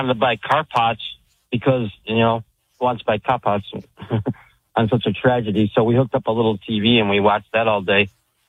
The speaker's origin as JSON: {"language": "English", "region": "New York", "country": "United States", "tie": "born or raised there", "lives_now": "Maui, United States", "said": "from Maui. I was born in New York and grew up there."}